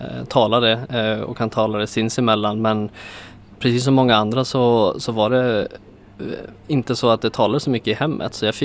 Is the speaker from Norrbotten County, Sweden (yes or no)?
no; Umeå, Västerbotten County, Sweden; now in Gothenburg, Sweden; Jag som är född och uppvuxen i Umeå, men har tillbringat väldigt mycket tid i min släkt, hos min släkt i Tornedalen, har ju som ett perspektiv att vara från båda världarna hela min liksom, uppväxt.